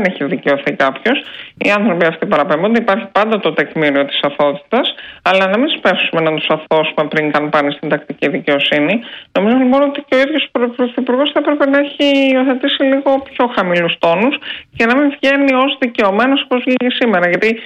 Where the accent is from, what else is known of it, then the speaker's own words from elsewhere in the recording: Greece; εμείς αγαπάμε την Ευρώπη ως Έλληνες